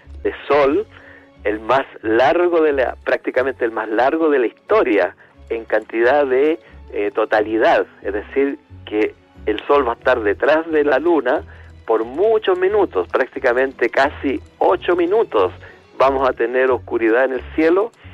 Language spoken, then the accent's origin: Spanish; Rengo, O'Higgins, Chile; born or raised there; moved away